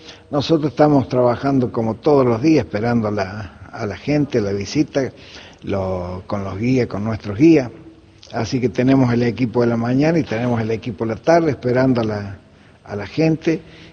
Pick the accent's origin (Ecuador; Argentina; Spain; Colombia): Argentina; y también les sirve para conocer nuestra propia idiosincrasia, ¿no es cierto?, como argentino y como ferroviario.